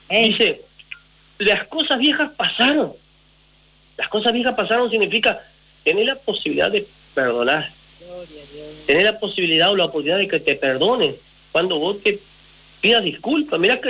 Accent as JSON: {"language": "Spanish", "country": "Uruguay", "said": "soy uruguayo, del interior, de tierra adentro"}